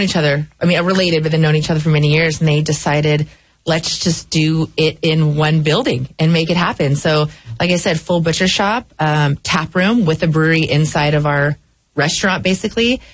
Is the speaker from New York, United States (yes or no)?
no; Santa Margarita, California, United States; born or raised there